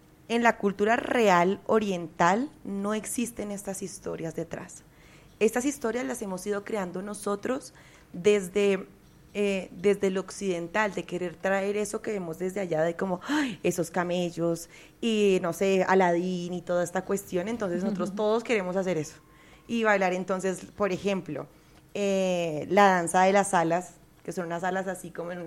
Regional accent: Colombia; moved away as an adult; now in Egypt; cuando yo en este momento vivo en Egipto, y cuando voy a Egipto me dicen, pero ¿qué hace una colombiana bailando danza árabe?

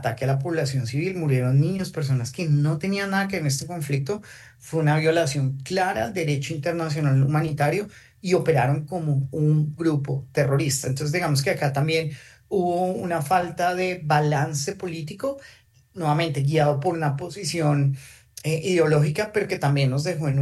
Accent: Colombia

